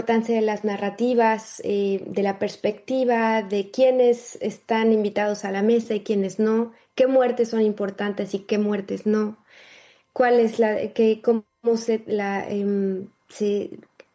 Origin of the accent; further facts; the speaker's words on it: Mexico; moved away as an adult; yo siento que como artista, ok, me tuve que salir de México para buscar a realizar un posgrado